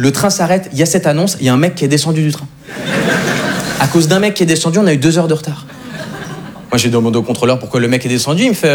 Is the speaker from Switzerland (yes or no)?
yes; Switzerland; now in France; Il y a un mec qui a commenté, tu viens d'où? Retourne dans ton pays. Je dis la vérité, je dis, Suisse.